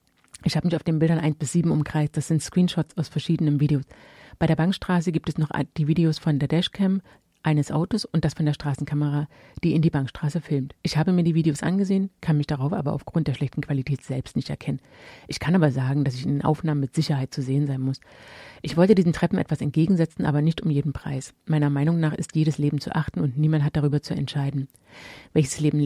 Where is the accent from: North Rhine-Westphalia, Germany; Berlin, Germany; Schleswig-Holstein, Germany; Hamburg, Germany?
Hamburg, Germany; Es waren also Nazis, die in Hamburger Süleyman Taschköprü in seinem Laden nicht weit von dort, wo ich aufgewachsen bin, erschossen haben.